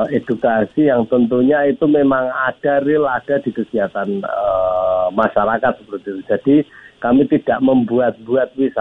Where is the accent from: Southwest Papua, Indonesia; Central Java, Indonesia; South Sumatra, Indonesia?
Central Java, Indonesia; khas makanan kami di kawasan lereng Menoreh.